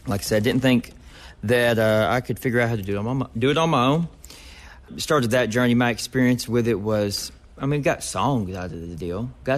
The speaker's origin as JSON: {"language": "English", "region": "Kentucky", "country": "United States", "tie": "born or raised there", "said": "And that's the way I grew up in Kentucky doing it"}